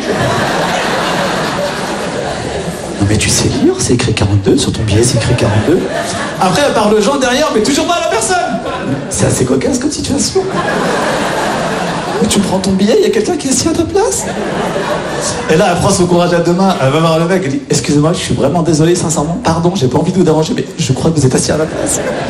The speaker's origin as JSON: {"language": "French", "town": "Nantes", "region": "Pays de la Loire", "country": "France", "said": "Moi, les amis, je viens de Nantes, ok?"}